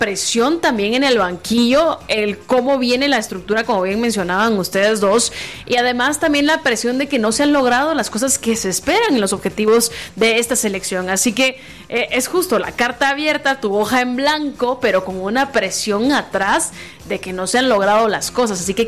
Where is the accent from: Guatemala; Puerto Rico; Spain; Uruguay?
Guatemala; hablando como guatemalteca.